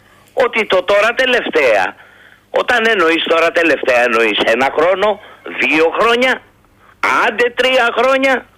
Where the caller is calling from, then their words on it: Ilion, Attica, Greece; από Ήλιον.